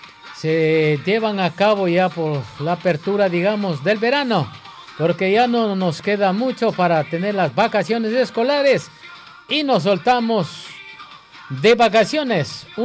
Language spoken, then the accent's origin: Spanish; Ecuador; ese es nuestro anhelo como ecuatorianos que somos